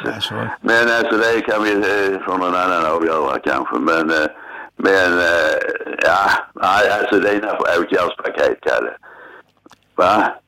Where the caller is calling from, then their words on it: Sweden; Jag är glad för att jag är svensk.